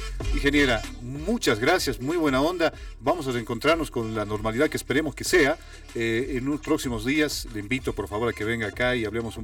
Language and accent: Spanish; La Paz, Bolivia; Como buen paseño, digo.